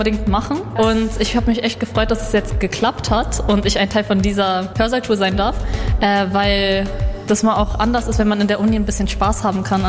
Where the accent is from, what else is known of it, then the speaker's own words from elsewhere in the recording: Berlin, Germany; ich bin 20 Jahre alt und ich komme aus Berlin-Neukölln.